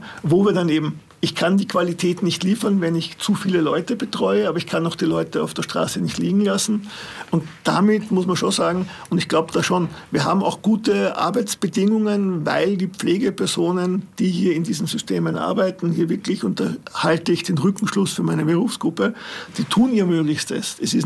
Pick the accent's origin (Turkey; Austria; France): Austria; Lower Austria; bei uns in Niederösterreich sind es 120.000